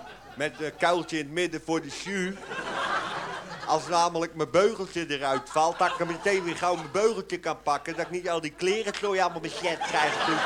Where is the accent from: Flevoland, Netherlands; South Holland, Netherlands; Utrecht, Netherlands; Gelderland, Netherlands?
Utrecht, Netherlands; Soest; born there; moved away as an adult; now in Zeist, Netherlands; ik heb altijd in Soest gewoond. Op de Soestdijkstraatweg 66.